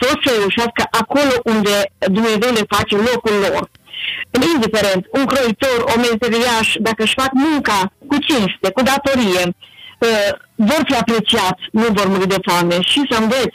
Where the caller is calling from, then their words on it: Dej, Cluj County, Romania; de la Dej